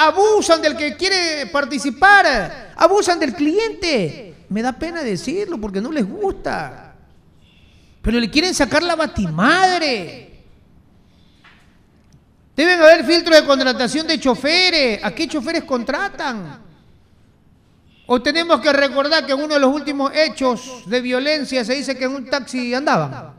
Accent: Manta, Manabí, Ecuador; la realidad que vivimos los mantenses.

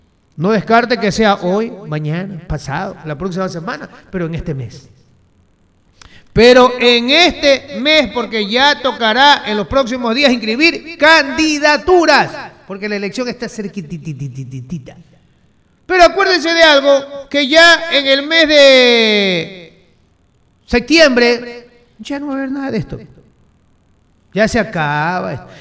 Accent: Ecuador; Somos los ecuatorianos

